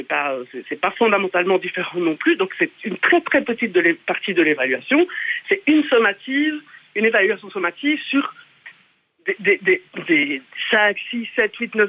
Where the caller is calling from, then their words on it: Villers-la-Ville, Wallonia, Belgium; moi je viens de Villers-la-Ville et j'enseigne à Bruxelles